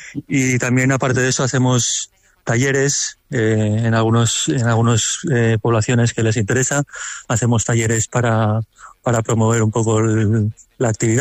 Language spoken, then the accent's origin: Spanish; Basque Country, Spain; que no somos catalanes, que somos de aquí